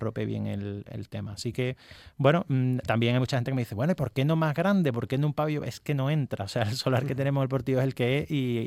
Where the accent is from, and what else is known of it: Cádiz, Andalusia, Spain